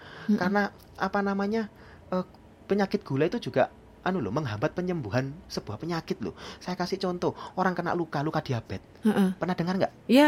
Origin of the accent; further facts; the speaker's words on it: Java, Indonesia; kalau kita orang Jawa orangnya masih semeko, ya.